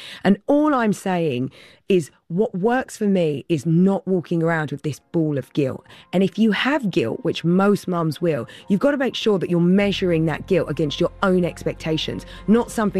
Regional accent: London, United Kingdom; now in Los Angeles, United States; I don't live in England anymore. And I think that was a major trade-off for me because I'm such a Londoner.

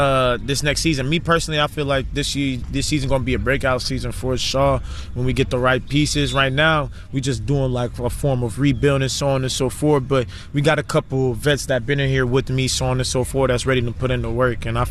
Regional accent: Kinshasa, DR Congo; now in United States; I'm not really from the U.S. I'm from Congo, Kinshasa.

